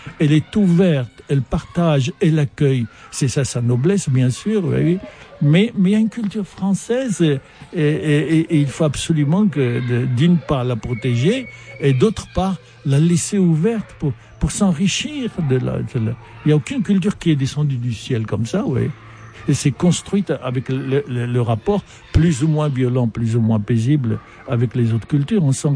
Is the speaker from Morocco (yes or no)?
yes; Casablanca, Casablanca-Settat, Morocco